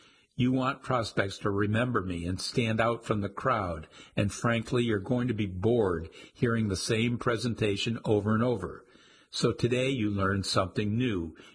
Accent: the South, United States; something relatable from growing up in the South.

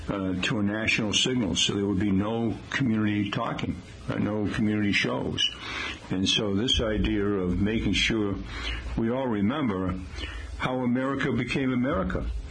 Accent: Taunton, Massachusetts, United States; the Portuguese village here in Taunton on Purchase Street, the street right behind where I grew up on Benefit Street.

